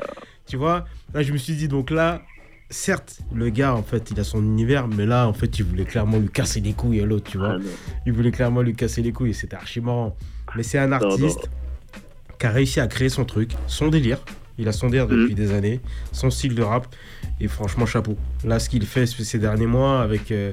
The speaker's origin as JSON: {"language": "French", "country": "Guadeloupe", "said": "je suis Guadeloupéen"}